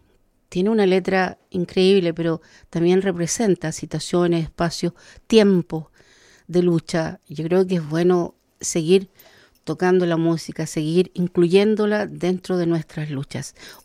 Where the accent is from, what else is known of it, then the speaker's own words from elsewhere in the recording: Chile; Y dentro de Chile, por supuesto, visitar a mi pueblo, nuestra nación mapuche.